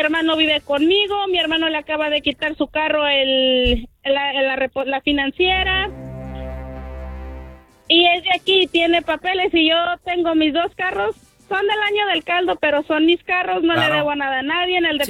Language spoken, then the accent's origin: Spanish; Mexico; pues, con orgullo soy mexicana 100%